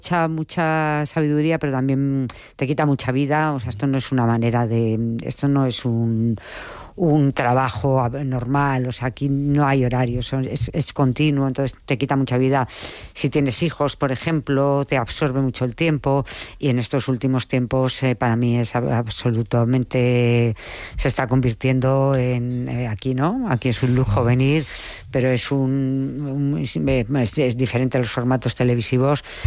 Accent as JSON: {"language": "Spanish", "town": "Madrid", "region": "Community of Madrid", "country": "Spain", "said": "yo que soy de Madrid"}